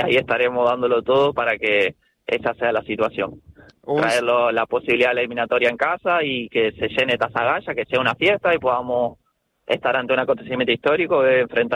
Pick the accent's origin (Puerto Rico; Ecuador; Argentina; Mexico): Argentina; also born or lived in Uruguay / England; now in Canary Islands, Spain; en este caso de Argentina me fui a Uruguay, de Uruguay a Inglaterra, de Inglaterra vine acá a Canarias, siempre ligado al fútbol, la verdad.